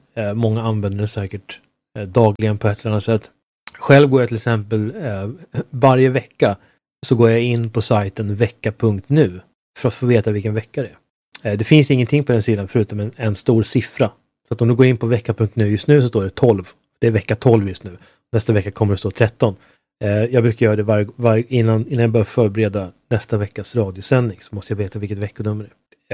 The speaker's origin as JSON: {"language": "Swedish", "country": "Sweden", "said": "Jag är svensk."}